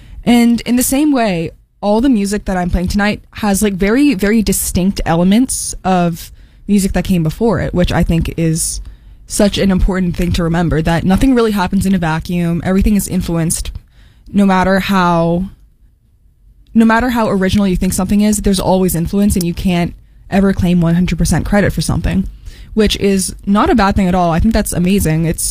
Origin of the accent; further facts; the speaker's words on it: United States; as an American who grew up here